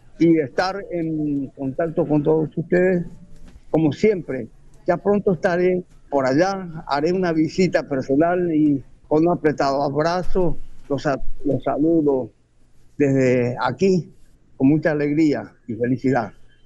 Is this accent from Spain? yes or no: no; Argentina; Somos argentinos y qué tanto lío.